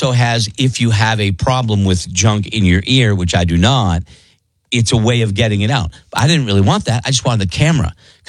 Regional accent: New England, United States; Because I'm from New England, and in the moment, I had to be New England ingenuity.

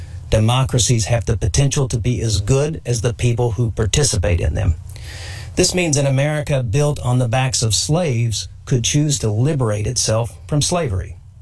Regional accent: United States; Both as an American and as a Native American

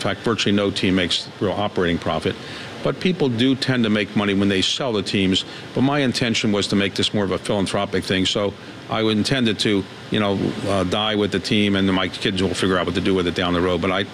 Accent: Baltimore, Maryland, United States; moved away as an adult; also born or lived in Washington; Well, I grew up in Baltimore

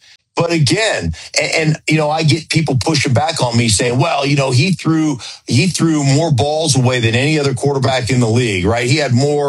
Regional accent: Anchorage, Alaska, United States; Since I was a little kid growing up in Anchorage, Alaska.

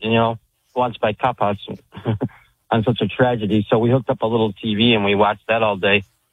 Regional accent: New York, United States; now in Maui, United States; calling from Maui. I was born in New York and grew up there, and I remember 9/11.

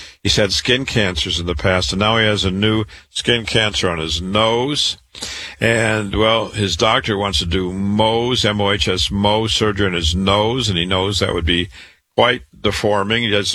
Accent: Waterloo, Iowa, United States; As I said earlier … I'm a cancer doctor, born and raised in Waterloo, Iowa. Went to public school, university, MD at 25.

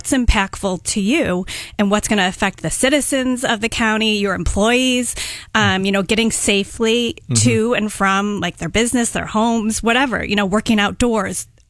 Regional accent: Greece, New York, United States; moved away; Growing up, I grew up in Greece, and lake effect, like capital of the world

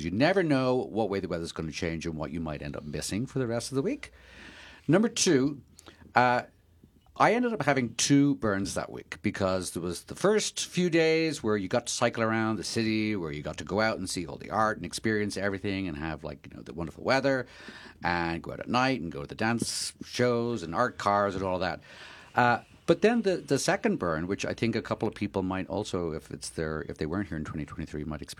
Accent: Ireland; I'm Irish.

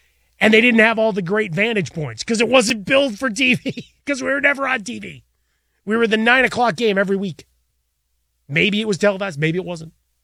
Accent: Chicago, Illinois, United States; And growing up in Chicago, right? Old Comiskey Park into New Comiskey Park.

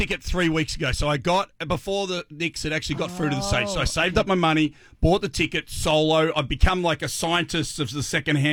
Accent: Australia; now in New York, United States; I love New York. I've been here 25 years. And as an Aussie that grew up loving America, I've got to be in at the NBA Finals

